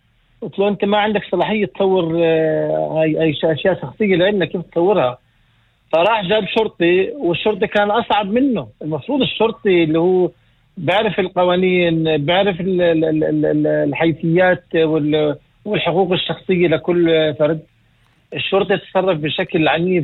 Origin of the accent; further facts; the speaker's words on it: Palestine; احنا كفلسطينيين داخل اللي بنعبر الحواجز بشكل يومي بتعرض لإدلال بشكل كبير جدا.